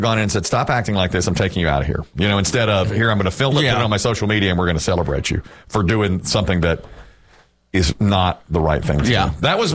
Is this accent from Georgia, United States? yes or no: no; North Carolina, United States; I was a total rube. I'm from Ashburn, North Carolina.